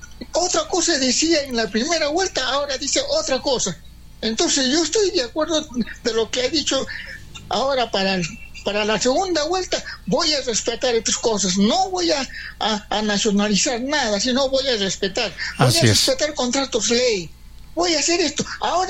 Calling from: Arequipa, Peru; Yo soy arequipeño porque mi papito ha sido characateño, mi mamá ha sido de Puno, Juliaca.

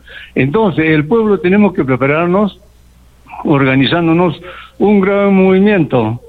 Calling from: Peru

